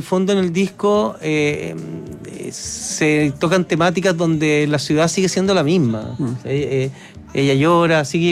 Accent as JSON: {"language": "Spanish", "town": "Santiago", "region": "Santiago Metropolitan Region", "country": "Chile", "tie": "born there", "said": "Nosotros construimos nuestra vida, nuestra juventud, en estado de sitio, en esta ciudad."}